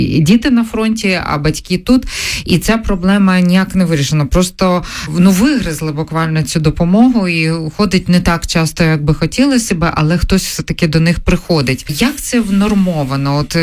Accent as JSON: {"language": "Ukrainian", "town": "Brovary", "region": "Kyiv Oblast", "country": "Ukraine", "tie": "born or raised there", "said": "от я вам наведу приклад із моїх рідних Броварів."}